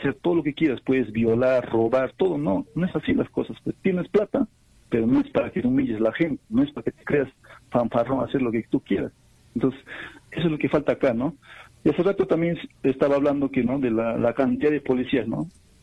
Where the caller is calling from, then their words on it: Juliaca, Puno, Peru; de Juliaca.